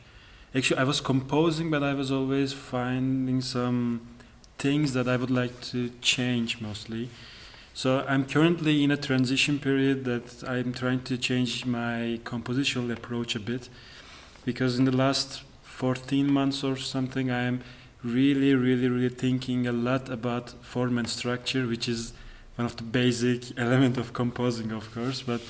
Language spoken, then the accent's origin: English; Istanbul, Turkey; English is a second language; I am 27 years old and I'm coming from Turkey. I'm from Istanbul.